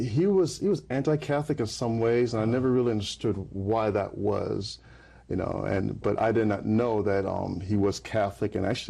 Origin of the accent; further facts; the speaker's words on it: England, United Kingdom; born there; Well, the very beginning, I was born in England. My parents were West Indian